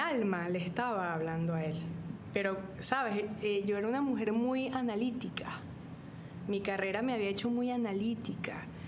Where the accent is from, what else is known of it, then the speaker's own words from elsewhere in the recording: Barquisimeto, Lara, Venezuela; de una familia católica, mamá y papá, y dos hermanas, somos tres en total, somos venezolanos de la ciudad de Barquisimeto.